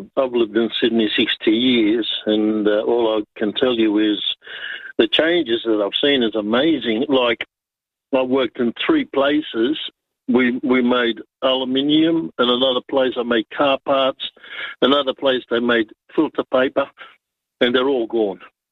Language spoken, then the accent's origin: English; Malta; moved away; I came from Malta in 1967. We were glad to come out here. 10 people came out here on a boat, the Achille Lauro.